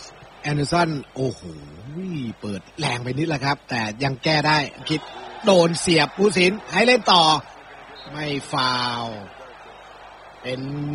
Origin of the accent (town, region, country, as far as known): Bangkok, Thailand; born there